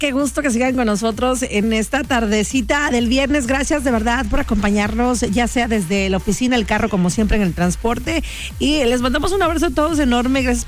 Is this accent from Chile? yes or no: no; Mexico